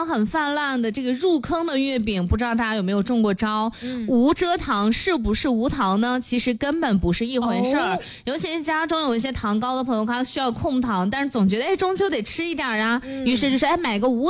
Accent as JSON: {"language": "Chinese", "town": "Linfen", "region": "Shanxi", "country": "China", "tie": "born or raised there", "said": "我在临汾出生长大"}